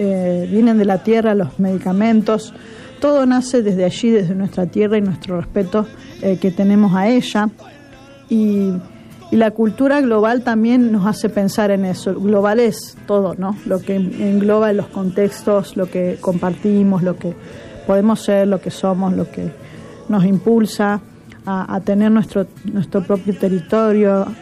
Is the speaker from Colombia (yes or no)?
no; Argentina; nuestro futuro como argentinos y como ciudadanos